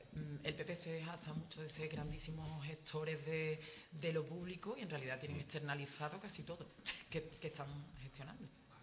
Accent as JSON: {"language": "Spanish", "region": "Andalusia", "country": "Spain", "said": "yo vengo del campo de Gibraltar"}